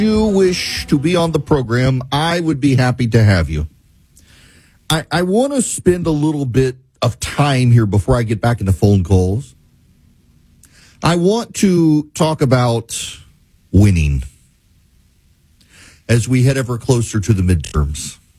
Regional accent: Dubai, United Arab Emirates; I grew up in Dubai. You think it's hot here, you should go there.

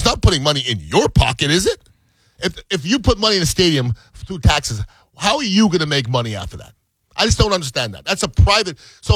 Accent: Montreal, Quebec, Canada; I'm from Montreal and they don't deserve a baseball team.

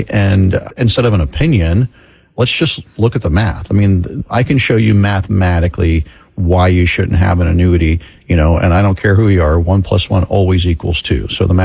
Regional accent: Florida, United States; Yeah, I was born and raised in Florida. I guess that surprises me a little.

